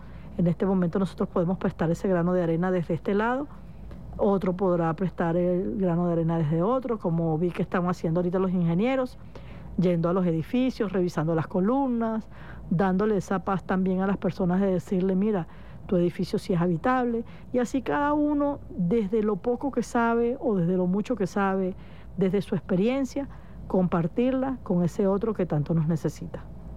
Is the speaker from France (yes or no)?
no; Venezuela; Como venezolanos, como hermanos, como amigos.